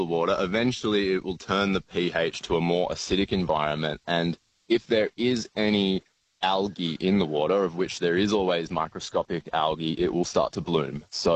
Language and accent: English; Mittagong, New South Wales, Australia; also born or lived in Sydney; I spent my childhood exploring the bush, climbing the Jib over and over, and Mount Alexandra, and exploring all the gullies. And I really fostered my sense of nature in the Highlands.